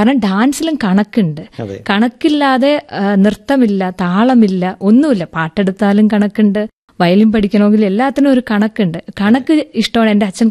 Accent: Kerala, India; അപ്പൊ ഞാൻ മാത്രമേ മലയാളിയുള്ളൂ.

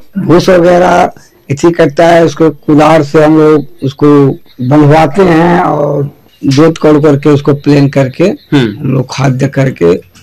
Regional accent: Hazaribagh district, Jharkhand, India; प्रखंड कटकम संडे जिला हजारीबाग के रहने वाले हूँ।

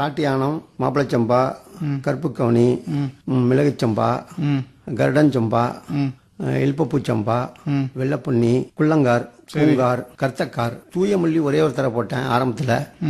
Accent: Thanjavur, Tamil Nadu, India; நான் தஞ்சாவூர் சேர்ந்தவன்.

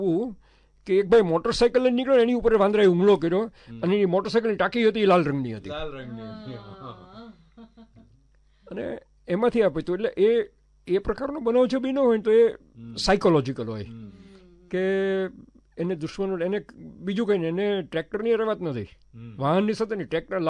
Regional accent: Bhavnagar, Gujarat, India; moved away; હું ભાવનગર ગયો, મારું વતન છે.

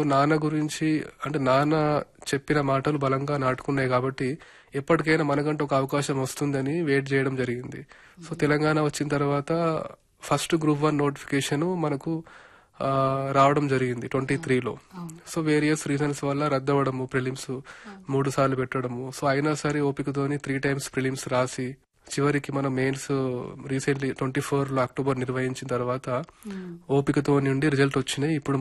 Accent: Adilabad, Telangana, India; also born or lived in Pipparwada village / Bodhan / Hyderabad; మా స్వగ్రామం వచ్చేసి పిప్పర్వాడ విలేజ్, ఇప్పుడు ప్రస్తుతం బోరజ్ మండల్లో ఉంది. కానీ చిన్నప్పటి నుంచి ఇక్కడే స్కూల్ లెవెల్లో ఆదిలాబాద్ లో ఉండడము

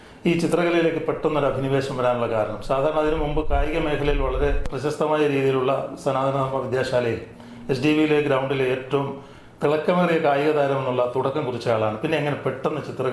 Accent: Alappuzha, Kerala, India; ചിക്കു ശിവൻ സാറിനെ ഞങ്ങൾ ആലപ്പുഴക്കാരെല്ലാം വിളിക്കുന്നത് ശിവൻചേട്ടനാണ്.

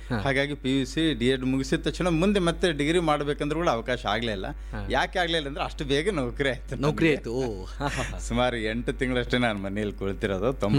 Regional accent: Raichur, Karnataka, India; born there; also born or lived in Rodalbanda Camp; ನಾನು 10ನೇ ತರಗತಿಗೆ ರಾಯಚೂರಿನ ಜವಾಹರನಗರ ಪ್ರೌಢಶಾಲೆಯಲ್ಲಿ ನನ್ನ 10ನೇ ತರಗತಿಯನ್ನು ಪೂರ್ಣಗೊಳಿಸಿ

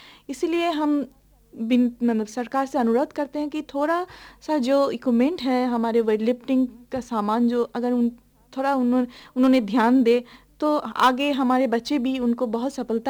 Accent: West Bengal, India; now in Bihar, India; जबकि हम बंगाल से बिलोंग करते हैं

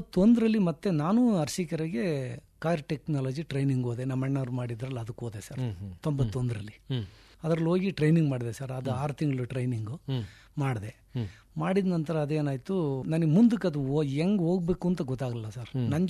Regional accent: Maddur, Karnataka, India; Maddur sir.

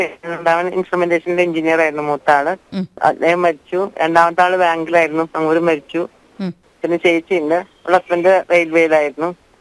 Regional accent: Shoranur, Kerala, India; born there; ഞാൻ ഷൊർണൂരാണ് ജനിച്ചത്. പരിത്തിക്കറ എന്ന് പറഞ്ഞിട്ടൊരു ബന്ധപ്പെട്ട തീരത്തുള്ള ഒരു വീട്ടില്.

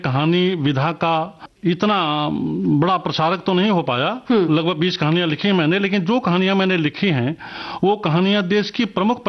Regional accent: Azamgarh, Uttar Pradesh, India; जी मेरा जन्म 1964 में उत्तर प्रदेश के आजमगढ़ जिले के एक पिछड़े क्षेत्र में हुआ था। मेरी माताजी अध्यापिका थीं और उन्होंने शिक्षा पर शुरू से ही बड़ा जोर दिया। मेरी प्राथमिक शिक्षा गांव में हुई

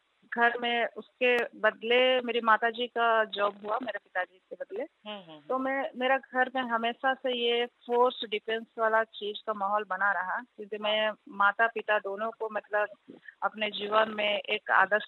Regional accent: Jharkhand, India; मैं विशेष रूप से कुमारडोंगी ब्लॉक पड़ता है मेरा, और मैं गांव पड़ता है मेरा दोहड़ी गांव से बिलोंग करती हूँ।

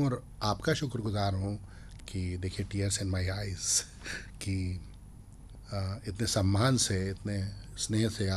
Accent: Vidisha, Madhya Pradesh, India; moved away; मेरा बचपन विदिशा में गुजरा है

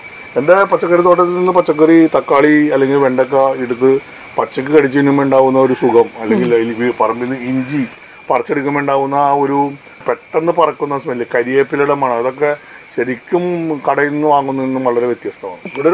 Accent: Kerala, India; ഇവിടെ ജനിച്ചു വളർന്നൊരു നാടായതുകൊണ്ട്

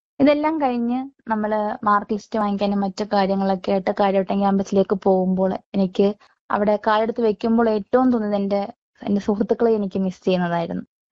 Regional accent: Kottarakkara, Kerala, India; ഞാൻ കൊട്ടാരക്കര സ്വദേശിനി

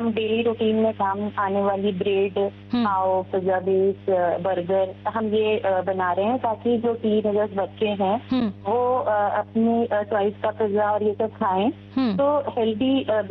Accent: Raipur, Chhattisgarh, India; जी मैं यहाँ रायपुर छत्तीसगढ़ से हूँ, जैसा कि मैंने बताया, और यहाँ पर मैं मिलेट से रिलेटेड बेकरी आइटम बनाती हूँ।

